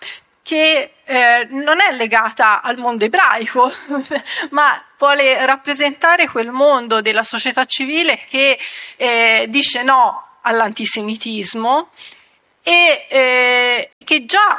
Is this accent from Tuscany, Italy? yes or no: yes; Tuscany, Italy; accent: Tuscan; Io lo sentirete dal mio accento, io sono toscana.